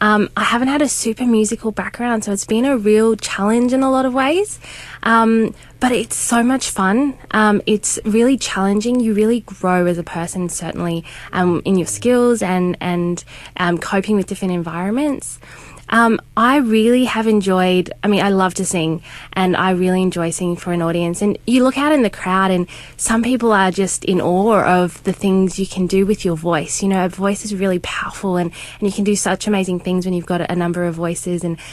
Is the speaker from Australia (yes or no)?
yes; Adelaide, South Australia, Australia; I'm originally from Adelaide. Well, I moved to Adelaide when I was 11, so Adelaide is definitely my hometown for sure.